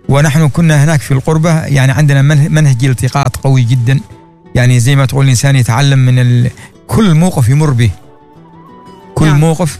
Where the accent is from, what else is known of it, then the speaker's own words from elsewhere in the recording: Oman; فقلت له أنا من عمان.